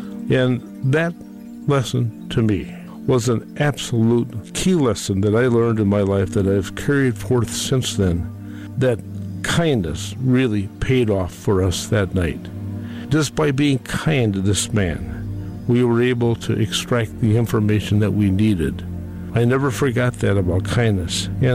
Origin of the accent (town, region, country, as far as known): Wisconsin, United States